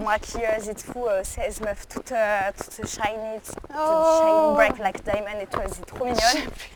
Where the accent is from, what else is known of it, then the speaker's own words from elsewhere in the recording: Alès, Occitanie, France; moved away; also born or lived in Montpellier; on vient de la même ville